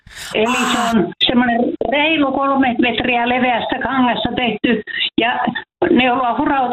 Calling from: Kemijärvi, Lapland, Finland; No niin, joo, minä olen Kemijärveltä. Minä olen se mummo, joka on aikaisemmin sovittanut.

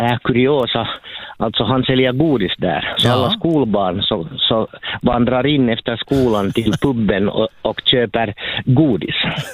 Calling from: Hindhår, Uusimaa, Finland; från Hindhår.

